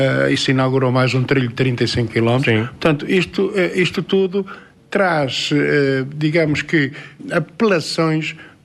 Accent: Aveiro, Centro, Portugal; born there; also born or lived in Porto; now in Amarante, Portugal; eu nasci em Aveiro, vivi no Porto até 1988, na faculdade, fui trabalhei no Santo António, vim para aqui

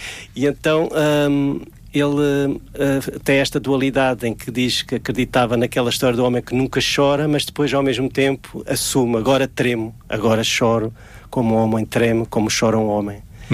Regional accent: Mozambique; moved away; da minha terra, de Moçambique

